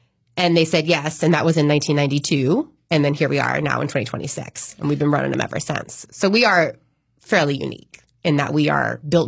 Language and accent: English; Raleigh, North Carolina, United States; So my parents were divorced when I was five, and my mom lived in North Raleigh, and my dad lived in South Raleigh and Southeast Raleigh when I was really little.